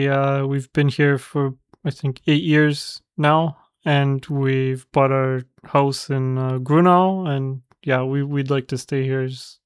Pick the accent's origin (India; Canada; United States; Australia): Canada; moved away as an adult; now in Germany; when you grow up where we grew up in Canada, it's very multicultural and accepting and open. And when we first moved to Germany and we lived in Dresden